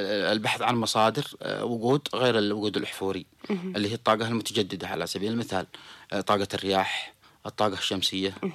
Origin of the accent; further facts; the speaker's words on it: Yemen; بلادنا اليمن